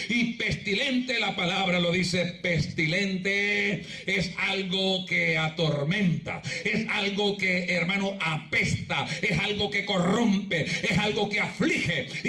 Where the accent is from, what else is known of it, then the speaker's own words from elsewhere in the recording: El Salvador; como vamos a decir en buen salvadoreño, ¿con qué agallas?